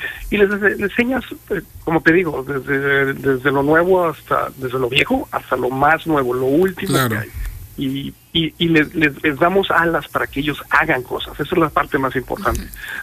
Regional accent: Mexico; moved away as an adult; yo le pago a México lo que México hizo por mí, ¿no? Yo cuando terminé mi escuela de medicina me salí de México y ya nunca regresé.

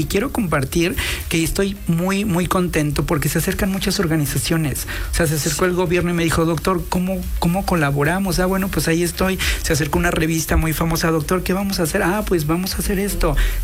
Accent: Cuyoaco, Puebla, Mexico; now in Puebla, Mexico; vengo de Porlibles, de la Sierra Norte de Puebla, soy del municipio de Cuyoaco, y bueno, pues aquí llegamos a la ciudad de Puebla

